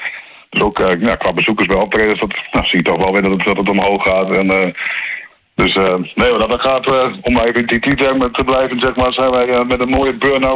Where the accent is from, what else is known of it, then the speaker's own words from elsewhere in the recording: Rolde, Drenthe, Netherlands; now in Assen, Netherlands; Mijn Drentse roots gaan eigenlijk wel heel ver. Want ik ben in Assen geboren en in Rolde getogen, zeg ik altijd.